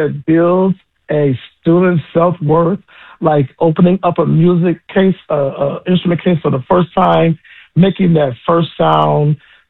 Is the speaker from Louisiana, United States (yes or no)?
no; Detroit, Michigan, United States; I grew up in Detroit.